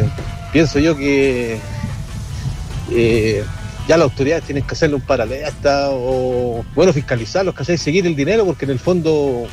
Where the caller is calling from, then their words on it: Calama, Antofagasta, Chile; yo soy de acá de Calama